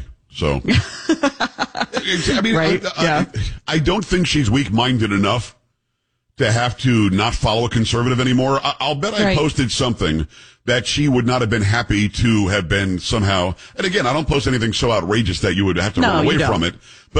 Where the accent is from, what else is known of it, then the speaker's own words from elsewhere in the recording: United States; That's simple to me as an American.